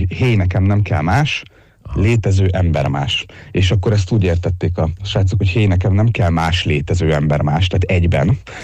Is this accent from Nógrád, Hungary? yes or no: yes; Érsekvadkert, Nógrád, Hungary; mi egy faluból származunk, szóval minden komoly ember Érsekvadkerten, Nógrád megyében születik és nő fel.